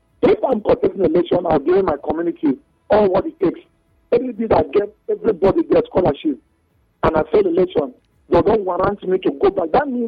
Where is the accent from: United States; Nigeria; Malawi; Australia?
Nigeria; Cross River; when we've grown up as little boys, we could see people where I come from Cross Rapids.